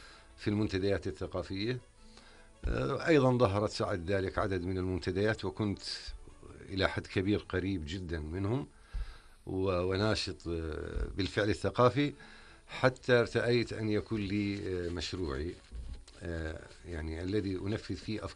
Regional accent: Al-Shajara, Irbid Governorate, Jordan; born there; now in Amman, Jordan; نعم، الشجرة، قرية الشجرة على الحدود الأردنية السورية.

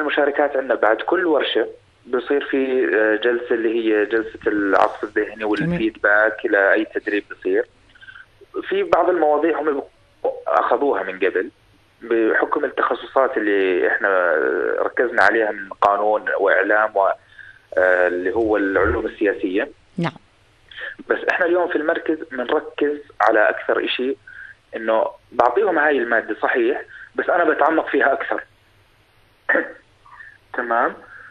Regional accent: Jordan; عندنا في الأردن

